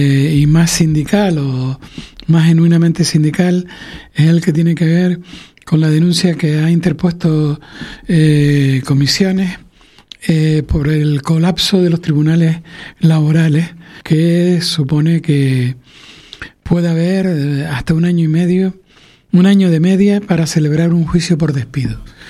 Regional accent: Canary Islands, Spain

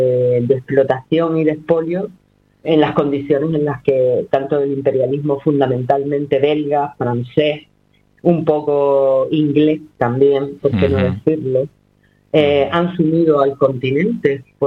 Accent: Canary Islands, Spain; tenemos el Frontex en nuestras islas

